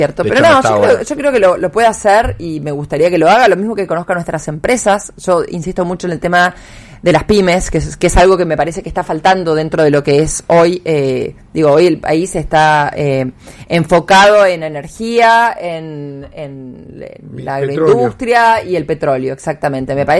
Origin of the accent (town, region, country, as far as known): Santa Fe, Argentina